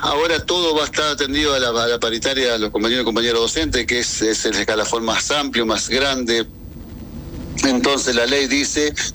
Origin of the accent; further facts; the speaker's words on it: Entre Ríos, Argentina; como bien argentinos y entrerrianos que somos